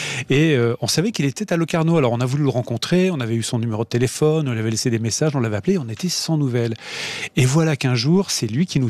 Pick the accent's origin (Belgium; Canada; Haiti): Belgium; C'est une fascination, quand on est belge, les Alpes.